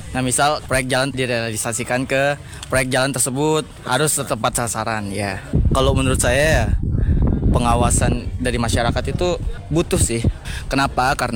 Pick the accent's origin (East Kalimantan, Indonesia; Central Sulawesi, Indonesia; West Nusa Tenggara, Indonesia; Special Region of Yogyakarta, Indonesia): West Nusa Tenggara, Indonesia; East Lombok; asli Lombok Timur.